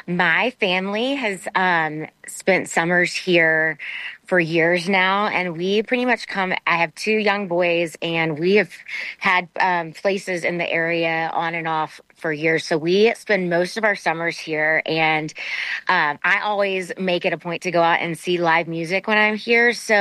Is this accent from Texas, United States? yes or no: yes; Austin, Texas, United States; I'm from Austin, Texas, and I started as a little girl about 12 years old doing the Texas rodeo circuits and the Texas country Opry houses.